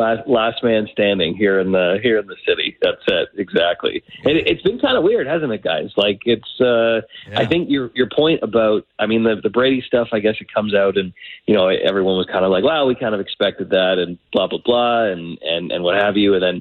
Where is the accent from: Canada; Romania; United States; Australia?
Canada; Toronto, Ontario; I'm from Toronto, as you guys know, and grew up there and spent my whole life there.